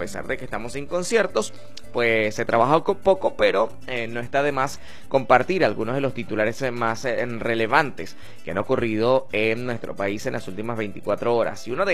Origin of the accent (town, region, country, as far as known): Venezuela